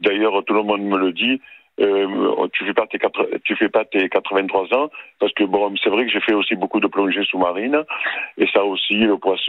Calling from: Marseille, Provence-Alpes-Côte d'Azur, France; Je suis à Marseille.

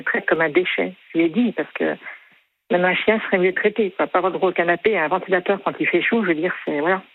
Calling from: Dijon, Bourgogne-Franche-Comté, France

